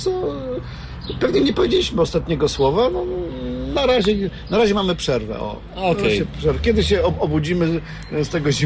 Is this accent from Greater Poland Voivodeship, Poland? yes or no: yes; Jarocin, Greater Poland Voivodeship, Poland; bo jesteśmy z Jarocina.